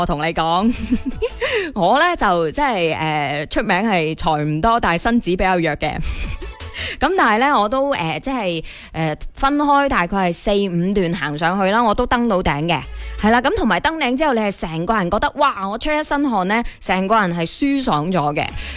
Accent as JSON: {"language": "Cantonese", "region": "Guangdong", "country": "China", "said": "我哋广东人最识食噶啦"}